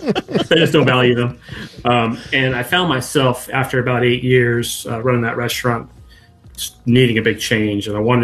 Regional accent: Texas, United States; growing up in Texas

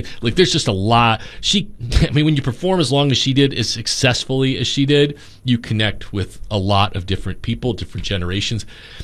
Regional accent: Chicago, Illinois, United States; Growing up in Chicago

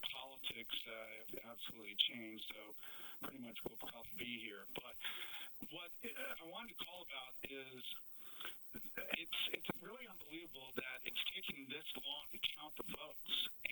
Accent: Pacific Palisades, California, United States; now in Georgia, United States; I just want to explain that I'm originally from the Brentwood Palisades area. And spent a lot of time in my childhood and adolescence going to all the places in Palisades.

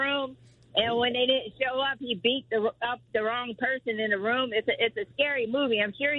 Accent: Louisiana, United States; Every time I go over the river, because I'm from Louisiana, or any time I cross, you know, any kind of water and I see a boat

